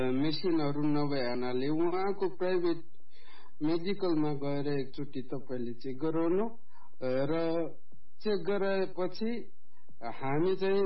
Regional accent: Punarbas, Sudurpashchim Province, Nepal; also born or lived in Dhangadhi, Kailali; मेरो घर चाहिँ कञ्चनपुर पुनर्वास नगरपालिका, र मेरो जन्म चाहिँ विक्रम सम्वत 2056 सालमा भएको हो यही स्थानमा नै। हाल म स्नातक चौथो वर्षमा धनगढी कैलालीमा सुदूरपश्चिमाञ्चल एकाडेमी क्याम्पसमा

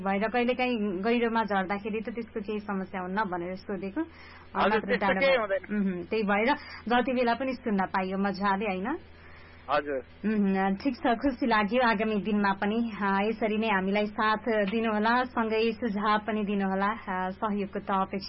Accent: Waling, Gandaki Province, Nepal; मेरो घर वालिङ हो.

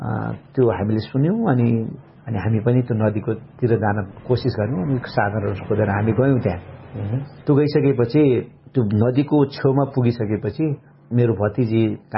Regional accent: Birendranagar, Karnali Province, Nepal; now in Kathmandu, Nepal; मेरो खास मेरो ओरिजन सुर्खेत जिल्ला वीरेन्द्र नगरपालिका वार्ड नम्बर 10 पर्छ। मेरो बाल्यकाल त्यहीँ सुर्खेतमै बित्यो र पढाइको सिलसिलामा अनि म काठमाडौँतिर आएँ।

